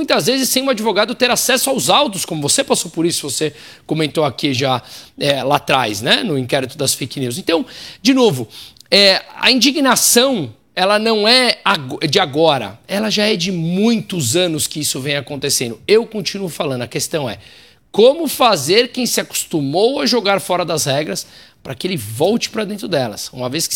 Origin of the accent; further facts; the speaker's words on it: Brazil; uma grande revolta enquanto brasileiro